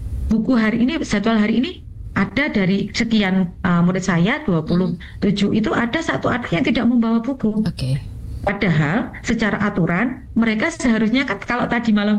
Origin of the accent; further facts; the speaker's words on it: East Java, Indonesia; accent: medok; Saya dari Jawa Timur ya, Pak Fauzi ya. Mungkin bahasa saya sedikit medok nanti kalau didengarkan.